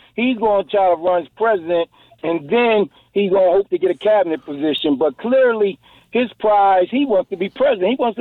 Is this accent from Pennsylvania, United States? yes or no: yes; Pennsylvania, United States; my home state, Governor Shapiro